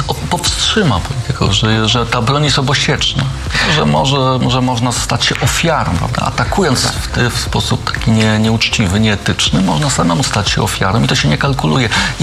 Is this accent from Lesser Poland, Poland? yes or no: yes; Kraków, Lesser Poland, Poland; Nie z południa, z Krakowa. No nie, jestem z Pufcia Zwierzynieckiego, z Krakowa, no jasne.